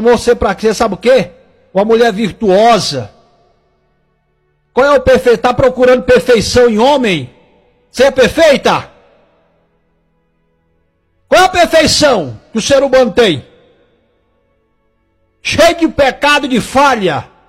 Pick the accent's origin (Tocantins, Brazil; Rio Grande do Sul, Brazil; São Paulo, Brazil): Tocantins, Brazil; Lá na minha cidade, né, eu que sou lá do Tocantins, dizia assim, era o rezador benzedor.